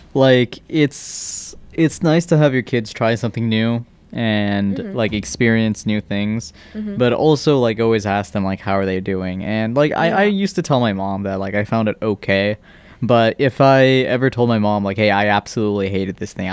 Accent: New York, United States; born there; also born or lived in Nepal / Kansas / California / Iowa; now in Ohio, United States; Yeah, my moving history goes, I was born in New York, then Nepal, then Kansas, California, Iowa, baby. North Carolina, and now here in Ohio.

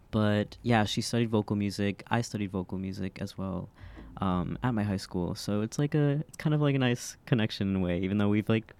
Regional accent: Chicago, Illinois, United States; moved away; I'm from Chicago.

